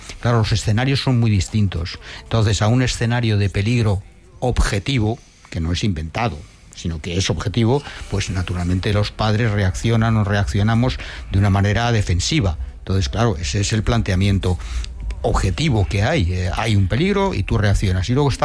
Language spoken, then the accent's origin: Spanish; Madrid, Community of Madrid, Spain; los años 60, 70, de mi infancia, era un riesgo en Chamberí jugando las chapas. Esto era lo que yo hacía.